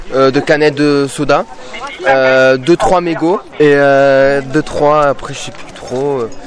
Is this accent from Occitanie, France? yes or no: no; Marseille, Provence-Alpes-Côte d'Azur, France; born there; now in La Seyne-sur-Mer, France; On vient de La Seyne-sur-Mer, dans le Var. On vient exprès à Marseille pour. Moi, je suis né à Marseille